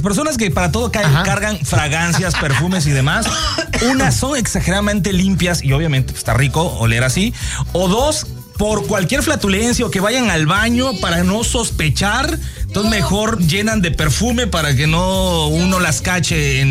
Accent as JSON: {"language": "Spanish", "region": "Veracruz", "country": "Mexico", "said": "las sardinas jaivas que somos los jarochos nos estamos cocinando."}